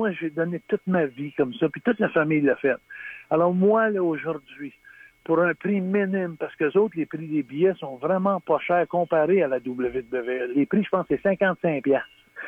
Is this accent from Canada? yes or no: yes; Saint-Sulpice, Quebec, Canada; ça se ramassait chez nous à Saint-Sulpice. Moi, j'avais 7-8 ans